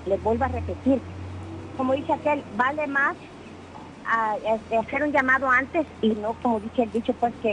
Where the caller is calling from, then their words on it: Mexico; Yo como ciudadana de aquí del barrio San Sebastián